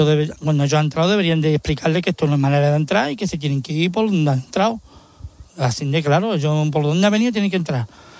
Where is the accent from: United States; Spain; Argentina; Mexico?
Spain; Pero yo soy español de pura cepa, vamos, yo mato por España.